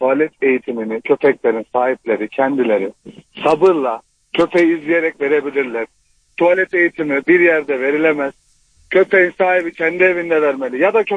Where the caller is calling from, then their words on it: Antalya, Turkey; ben Antalya'dan.